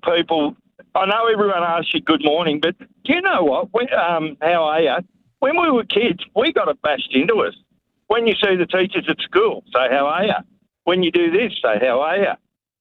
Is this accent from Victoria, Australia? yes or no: yes; Victoria, Australia; but I was brought up in South Gippsland, but not Leongatha.